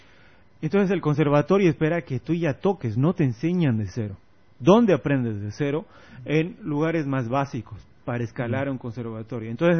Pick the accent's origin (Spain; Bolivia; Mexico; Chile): Bolivia; moved away as an adult; also born or lived in Argentina; No, soy de Bolivia, le digo.